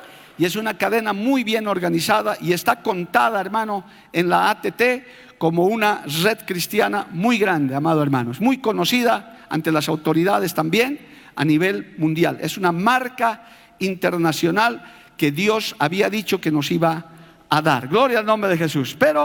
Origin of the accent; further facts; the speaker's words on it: Bolivia; para Bolivia, como boliviano que soy